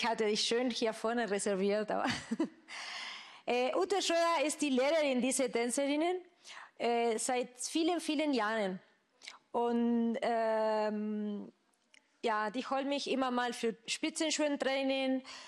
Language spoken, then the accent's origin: German; Argentina; German is a second language; ich komme aus Argentinien. Und in Argentinien, Tango ist unser Nationaltanz.